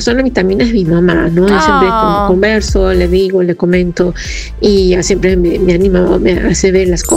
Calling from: Ventanilla, Callao, Peru; de Ventanilla.

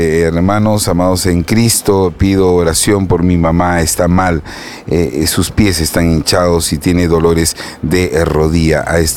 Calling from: Ricardo Palma, Lima, Peru; de Ricardo Palma en Guarochirí.

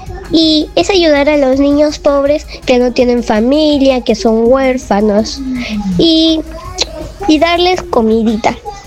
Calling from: Lima, Peru; aquí escuchando desde San Juan de Miraflores.

